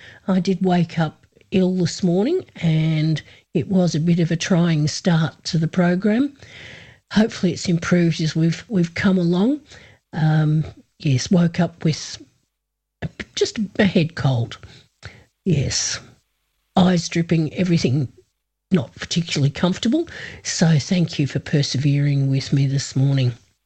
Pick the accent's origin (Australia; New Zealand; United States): Australia; Horsham, Victoria; I've been broadcasting from my hometown of Horsham in Western Victoria